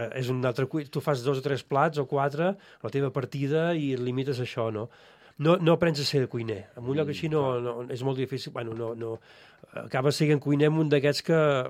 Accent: Catalonia, Spain; jo soc d'Osona

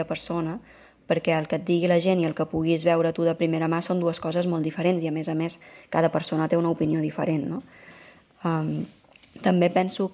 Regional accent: Balearic Islands, Spain; moved away; also born or lived in Barcelona / Taiwan; tinc 33 anys i sóc traductora, intèrpret i professora. Sóc catalana criada a Mallorca

